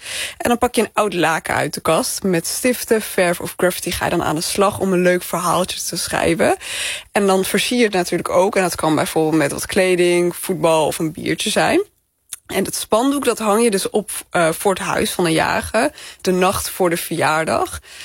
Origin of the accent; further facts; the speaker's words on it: Gelderland, Netherlands; moved away as an adult; Nou, ik kom dus uit Achterhoek en ik studeer in de Randstad.